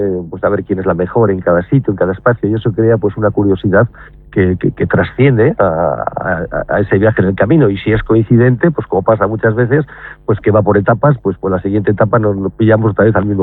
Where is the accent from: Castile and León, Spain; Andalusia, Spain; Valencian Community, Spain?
Castile and León, Spain; Burgos; creo que todos tenemos que sentirnos muy orgullosos como castellanos y, uh-huh. y también como y principalmente los burgaleses